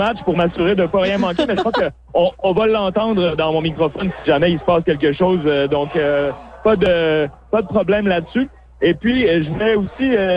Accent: Canada; c'est sûr que la majorité des gens sont super contents de voir la Coupe du monde ici à Toronto, en tant que Canadien.

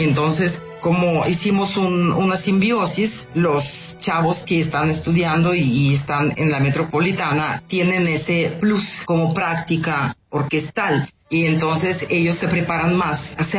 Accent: Moscow, Russia; Spanish is a second language; moved away as an adult; now in Coahuila, Mexico; Yo soy originaria de Moscú, Rusia

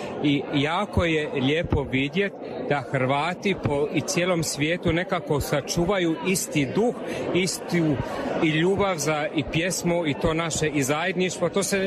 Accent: Munich, Bavaria, Germany; born there; Croatian is a second language; rođen sam gore u Njemačkoj, u Minhen

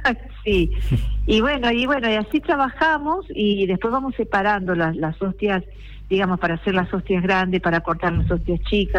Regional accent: Rosario, Santa Fe, Argentina; now in Córdoba, Argentina; Somos de Rosario nosotras. Yo ya estoy viviendo en Córdoba, viene mi prima a darnos una mano

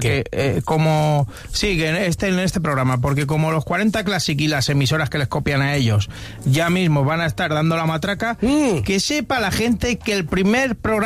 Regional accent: Spain; Soy española, ¿qué quieres que te gane?

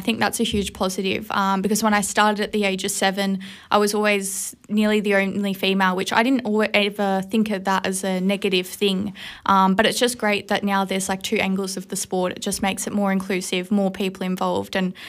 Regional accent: Australia; moved away; being an Aussie

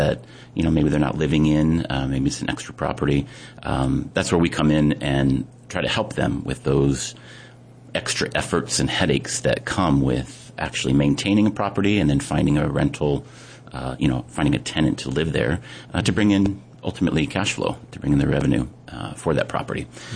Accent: Apple Valley, California, United States; born there; moved away as an adult; now in Hawaii, United States; So I was born in Apple Valley, California. It's a little town in the high desert of Southern California. And when I was about 23, I joined the Air Force.

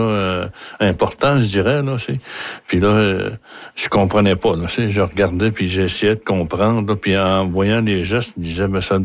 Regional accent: Sept-Îles, Quebec, Canada; born there; Je suis né, ben, à Sept-Îles, pas loin de Sept-Îles, là. Puis, j'étais au pensionnat.

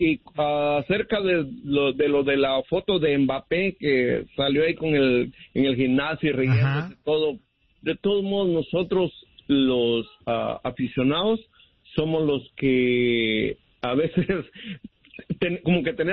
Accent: Mexico City, Mexico; la mayoría de los que somos del DF, pues somos morenos

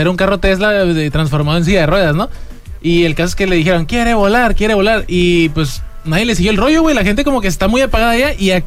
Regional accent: Mexico; soy mexicano, güey.

